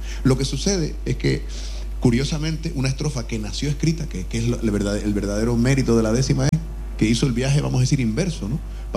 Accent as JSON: {"language": "Spanish", "town": "Artenara", "region": "Canary Islands", "country": "Spain", "tie": "born or raised there", "said": "estudiantes de cuarto de carrera, unos compañeros míos, entre los que está José Miguel Pereira, estuvo por mi pueblo de Artenara"}